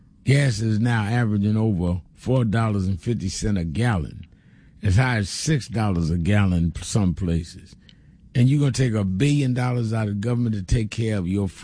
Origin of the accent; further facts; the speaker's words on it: New York, United States; many of you know that I grew up in New York as part of the King Movement from when I was 12 years old.